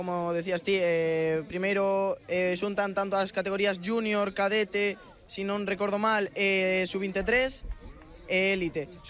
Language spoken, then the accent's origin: Galician; Gondomar, Galicia, Spain; somos de aquí, o noso circuito local, por así decilo, aunque somos de Gondomar